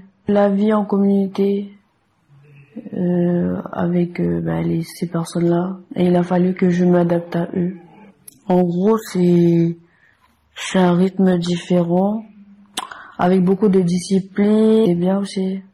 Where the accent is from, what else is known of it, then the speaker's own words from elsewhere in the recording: Wallis & Futuna; j'ai 20 ans, je suis originaire de Wallis